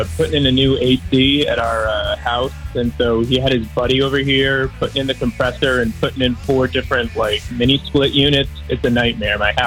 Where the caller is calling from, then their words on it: Washington, District of Columbia, United States; I'm calling from Northeast D.C.